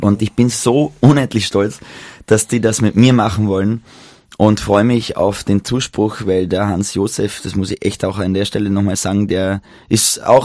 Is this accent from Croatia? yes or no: no; Klagenfurt, Carinthia, Austria; Ich habe ja einen wunderbaren Freund bei mir in Klagenfurt, in meiner Heimat, der hat ein Klavierhaus